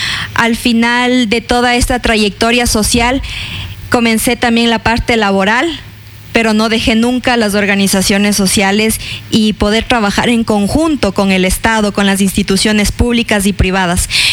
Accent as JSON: {"language": "Spanish", "town": "Tisaleo", "region": "Tungurahua", "country": "Ecuador", "said": "al servicio de mi gente, de mi pueblo, del Cantón Tisaleo"}